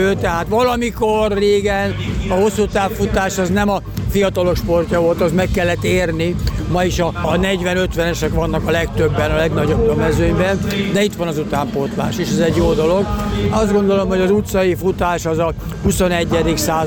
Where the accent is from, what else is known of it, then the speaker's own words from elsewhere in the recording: Hungary; Mert azt gondolom, hogy magyarok vagyunk.